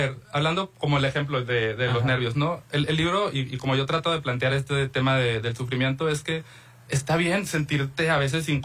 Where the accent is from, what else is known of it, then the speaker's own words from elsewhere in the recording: Mexicali, Baja California, Mexico; Yo soy de Mexicali.